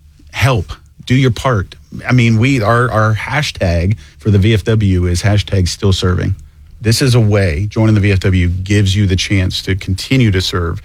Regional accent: Ohio, United States; now in Northeast Florida, United States; I got involved with it up in my hometown in Northeast Ohio

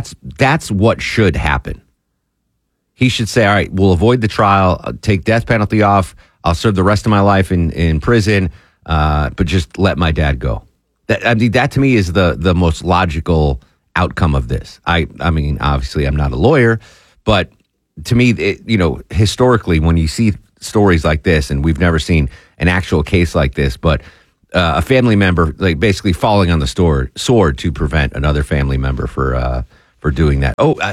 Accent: Connecticut, United States; And then I would drive to Connecticut to take them to my hometown.

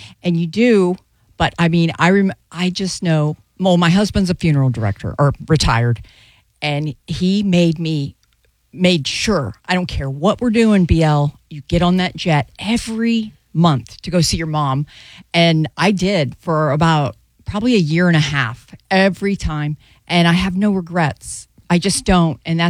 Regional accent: St. Louis, Missouri, United States; This is where the Midwest gets wild. I'm from St. Louis.

